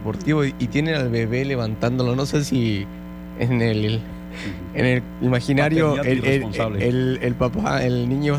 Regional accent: Mexico; Yo soy mexicano

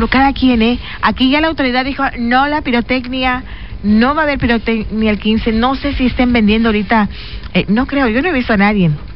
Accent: Mexico; así somos los mexicanos

